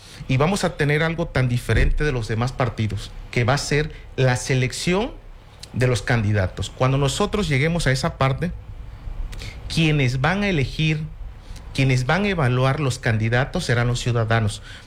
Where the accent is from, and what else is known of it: Mexico